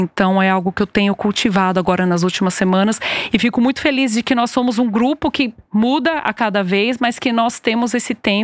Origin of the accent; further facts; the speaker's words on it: São Paulo, Brazil; moved away as an adult; now in Switzerland; eu venho de São Paulo, como já foi dito, talvez dê para perceber pelo sotaque. Tô aqui, é isso, daqui a pouco já vai fazer 15 anos e vim por conta do amor